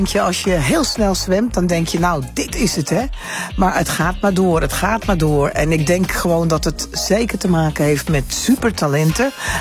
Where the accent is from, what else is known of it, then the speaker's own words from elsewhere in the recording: Curaçao; moved away; Wat voor mij toen in mijn jeugd heel belangrijk was, was bijvoorbeeld dat wij altijd naar Vaarsenbaai gingen. Mijn hele jeugd. En dat was vroeger een politiebaai op Curaçao.